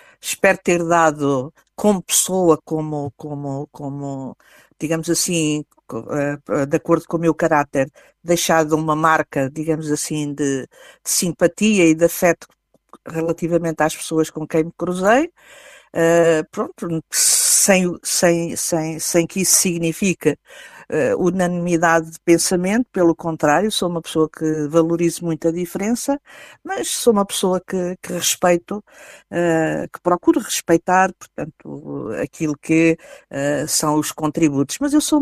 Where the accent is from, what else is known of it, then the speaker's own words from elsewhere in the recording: Fundão, Centro, Portugal; é o município da minha terra, naquela onde nasci, onde vivi e onde vivo.